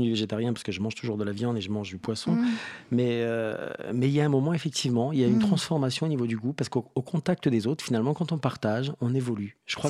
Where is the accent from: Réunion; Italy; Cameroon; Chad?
Réunion; now in France; Quand j'ai quitté La Réunion, je suis venu travailler en Île-de-France.